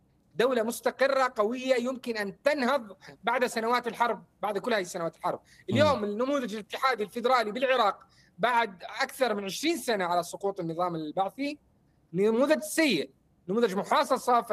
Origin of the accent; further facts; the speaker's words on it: Al-Hasakah Governorate, Syria; من الحسكة